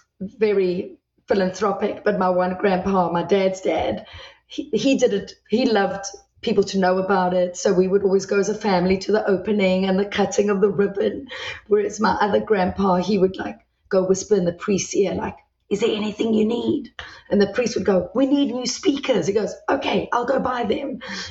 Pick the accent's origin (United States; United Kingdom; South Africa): South Africa; So I grew up in South Africa, but Dennis came down to South Africa for college.